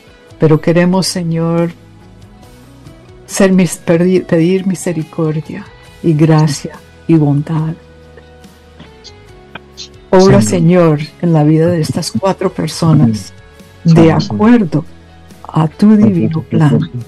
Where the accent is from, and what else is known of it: Colombia